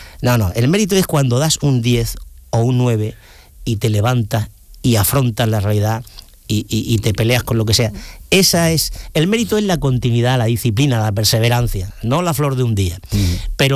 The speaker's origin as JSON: {"language": "Spanish", "town": "Ubrique", "region": "Andalusia", "country": "Spain", "said": "A mí me tira mucho Cádiz, yo siempre digo que soy un gaditano con piel de ubrique"}